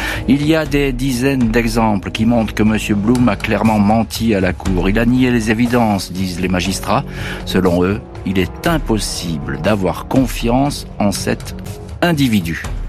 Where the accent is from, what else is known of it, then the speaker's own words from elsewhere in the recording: France; chez nous, en France